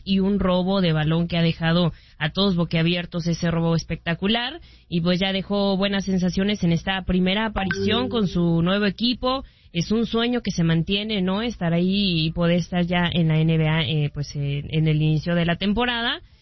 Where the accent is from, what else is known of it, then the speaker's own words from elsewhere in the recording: Mexico; No, que nos puede enorgullecer como mexicanos, Antonio.